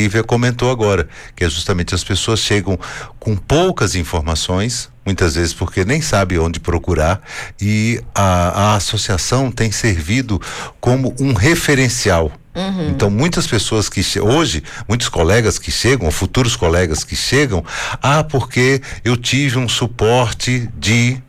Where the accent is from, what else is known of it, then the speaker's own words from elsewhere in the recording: Brazil; now in Northern Portugal; Nós, enquanto brasileiros